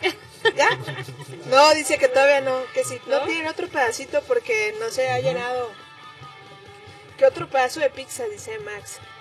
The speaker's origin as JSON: {"language": "Spanish", "town": "Guadalajara", "region": "Jalisco", "country": "Mexico", "said": "soy de Guadalajara, no, o sea, yo sí dije"}